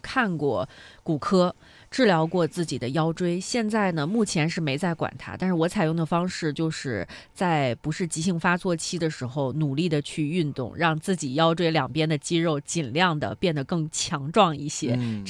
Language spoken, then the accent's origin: Chinese; China; 我们中国人从小就被教育要坚强